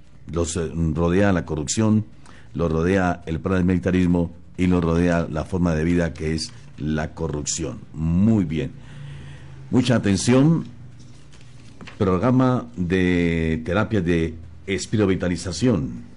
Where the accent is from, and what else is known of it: Colombia